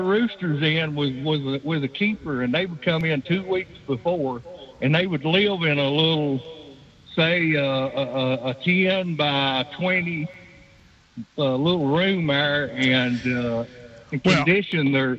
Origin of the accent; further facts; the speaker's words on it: Knott County, Kentucky, United States; I'm originally from Knott County.